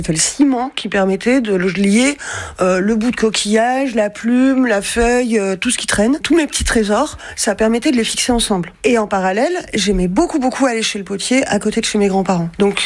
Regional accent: Lyon, Auvergne-Rhône-Alpes, France; also born or lived in Normandy / Lille / Belle-Île; J'ai grandi à Lyon, mais j'ai passé beaucoup de temps en Normandie, beaucoup de temps à Lille et beaucoup de temps à Belle-Île, en mer. Donc en fait, j'étais un enfant assez nomade.

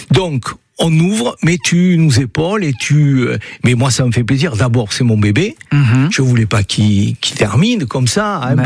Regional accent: Naples, Campania, Italy; On vient de Naples, d'Italie, mais du sud de l'Italie.

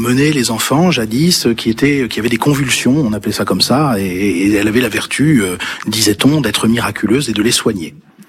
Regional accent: Éguzon-Chantôme, Centre-Val de Loire, France; Aiguison, pour moi, c'est tout. C'est là où j'ai grandi, c'est ma commune d'enfance, d'adolescence.

